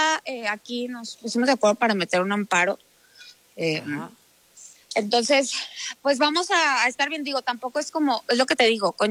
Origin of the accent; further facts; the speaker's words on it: Mexico; lo ignoré como buena mexicana.